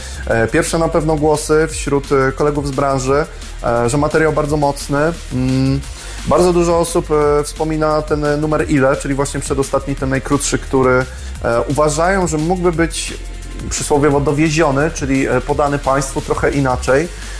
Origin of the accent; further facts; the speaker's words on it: Kruszwica, Kuyavian-Pomeranian Voivodeship, Poland; spojrzałem na jezioro Gopło i powiedziałem sobie pod nosem dziękuję. Dosłownie. Podziękowałem mojemu rodzinnemu miastu